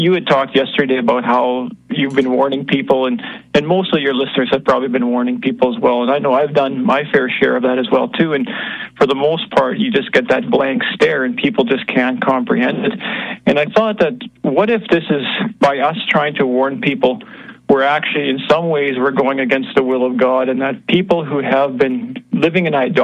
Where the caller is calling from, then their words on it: Canada; from Canada calling.